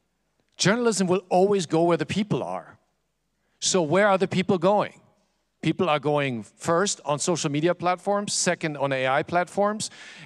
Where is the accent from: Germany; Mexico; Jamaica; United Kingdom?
Germany; now in United States; I actually grew up here. I live in the US now, but I grew up in Germany.